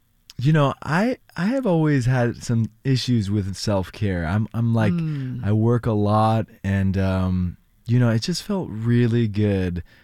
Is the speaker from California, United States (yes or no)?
yes; Los Angeles, California, United States; Well, I'm originally from the Valley in LA, but New York is maybe in my past life because I've moved there 3 times.